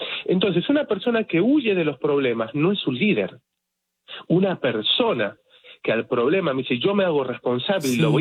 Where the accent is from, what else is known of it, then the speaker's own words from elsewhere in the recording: Argentina; me gusta el fútbol como argentino que soy